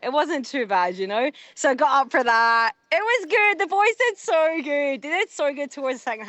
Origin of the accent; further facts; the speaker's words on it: Scotland, United Kingdom; accent: Scottish; now in Australia; I was born in Australia, only lived here 2 years, grew up in Scotland, hence the accent. But I still feel very loyal to my Croatian ancestry.